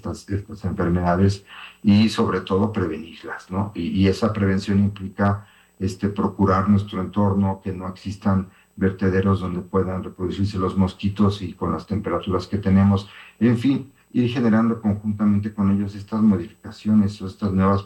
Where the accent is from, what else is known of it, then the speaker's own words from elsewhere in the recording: Xalapa, Veracruz, Mexico; temperaturas que no habíamos vivido en los que somos de aquí de Xalapa